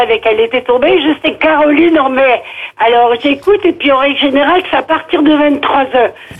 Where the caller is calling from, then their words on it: Saint-Benin-d'Azy, Bourgogne-Franche-Comté, France